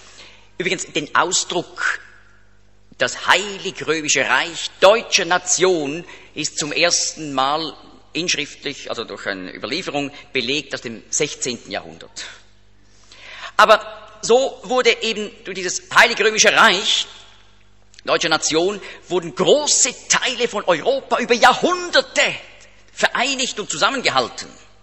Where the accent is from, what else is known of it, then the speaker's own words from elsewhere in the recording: Switzerland; Er ist ja auch in der Schweiz, da ganz nahe, da wo ich aufgewachsen bin, ist er da über die Limmat, da steht noch ein Gedenkstein.